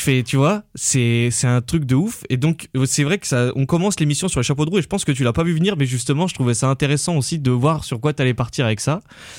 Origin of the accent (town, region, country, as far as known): Grenoble, Auvergne-Rhône-Alpes, France; born or raised there